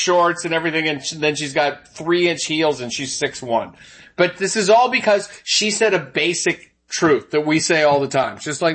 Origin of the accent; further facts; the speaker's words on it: Southwest, United States; moved away; I'm from the Southwest where when the wind blows, we don't have trees knocking down power lines